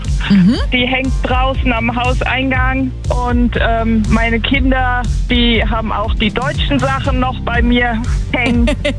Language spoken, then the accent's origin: German; Switzerland; now in Gedern, Germany; Genau, meine Heimat.